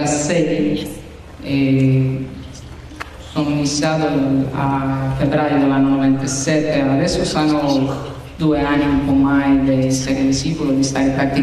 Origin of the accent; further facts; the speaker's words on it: Costa Rica; Italian is a second language; now in Rome, Italy; come lei ha detto, e sono da Costa Rica. Sono venuto qui a Roma per collaborare con la maestra qui in Europa.